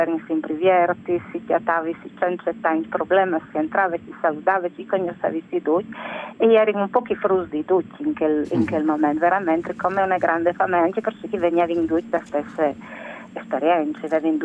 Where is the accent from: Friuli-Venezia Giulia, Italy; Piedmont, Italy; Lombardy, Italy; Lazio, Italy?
Friuli-Venezia Giulia, Italy; Gemona del Friuli; io sono di Glemone